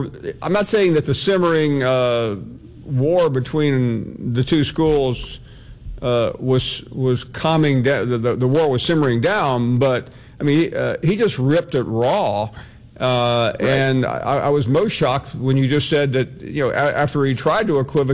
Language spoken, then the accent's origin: English; the South, United States; I'm from the South and have lived here my whole life